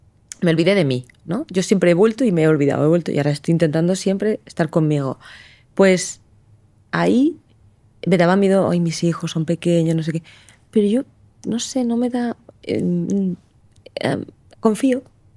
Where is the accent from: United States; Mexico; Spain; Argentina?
Spain; Region of Murcia; Yo soy murciana de esa zona.